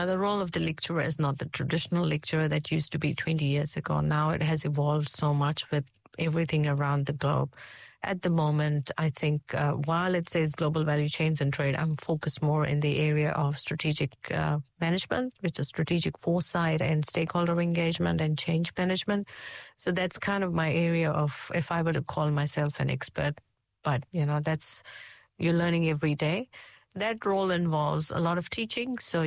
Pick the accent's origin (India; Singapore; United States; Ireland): India; And when for me, when I came from India